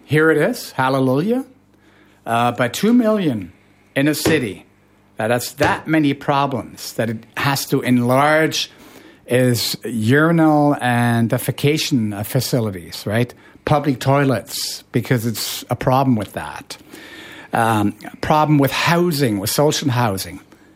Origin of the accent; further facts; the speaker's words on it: Toronto, Ontario, Canada; No, I'm from Toronto, but I know Frankfurt well.